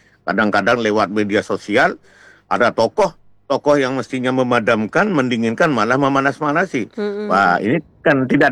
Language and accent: Indonesian; East Java, Indonesia; Jadi pendalungan itu saya orang Madura, Mbak Rini orang Jawa, kita besanan.